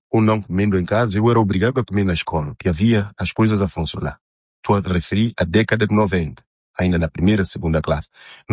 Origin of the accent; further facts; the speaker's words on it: São Tomé & Príncipe; Eu, enquanto santomense, eu, enquanto jovem, enquanto um indivíduo que pensa muito sobre a realidade do país